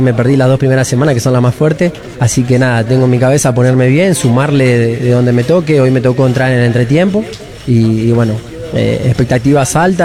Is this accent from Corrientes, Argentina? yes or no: no; Santa Fe, Argentina; soy hincha de Colón de Santa Fe, que es el equipo de mi ciudad. Y la final del mundo, la verdad es que estamos todavía recuperándonos los argentinos con el tema de que perdimos.